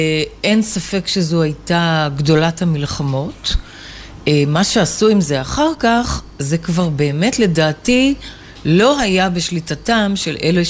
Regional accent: Tel Aviv, Tel Aviv District, Israel; אבל עומר ואני גדלנו בשכונות של גנרלים.

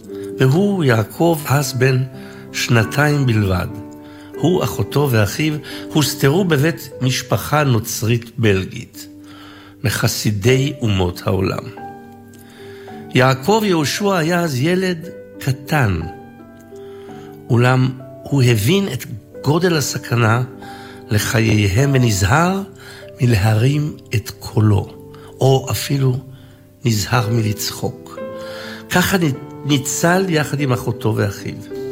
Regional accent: Jerusalem, Jerusalem District, Israel; ואני רוצה לספר לכם מזיכרונותיי, מזיכרונות ילדותי בעיר.

